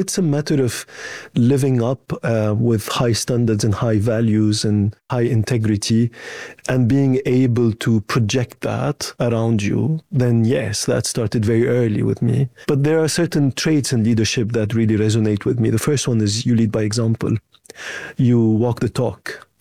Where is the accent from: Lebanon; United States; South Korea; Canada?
Lebanon; moved away as an adult; also born or lived in France / Germany; So I grew up in Lebanon. At age 18, I moved to France for my university. I then picked an internship in Germany.